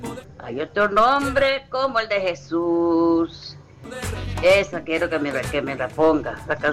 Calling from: San Isidro de El General, San José, Costa Rica; de Pérez Celedón.

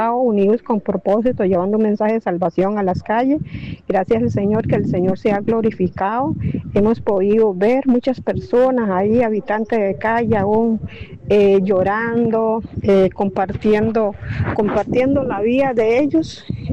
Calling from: Guácimo, Limón, Costa Rica; desde Guasimo.

